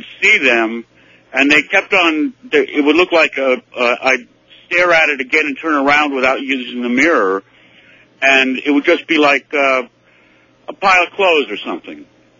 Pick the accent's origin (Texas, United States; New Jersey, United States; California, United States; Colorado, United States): New Jersey, United States; I'm from South Jersey.